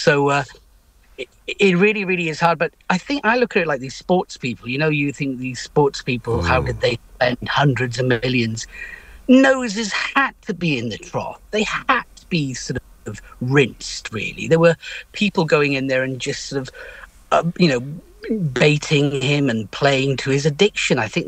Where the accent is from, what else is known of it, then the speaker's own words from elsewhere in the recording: Holyhead, Wales, United Kingdom; I am a boy from Anglesey. I'm from Holyhead, the other side of the island.